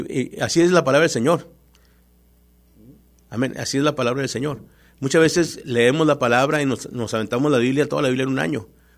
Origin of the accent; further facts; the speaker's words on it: Mexico; somos protectores mexicanos